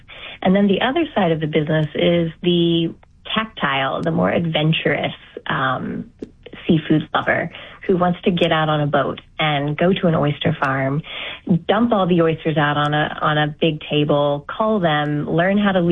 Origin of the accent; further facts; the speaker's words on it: Maryland, United States; also born or lived in Eastern Shore, Maryland / Washington, D.C. area; now in Maine, United States; I was born on the Eastern Shore in Maryland and just across from the Chesapeake Bay Bridge. And then kind of moved around the Maryland area, around D.C. for most of my childhood.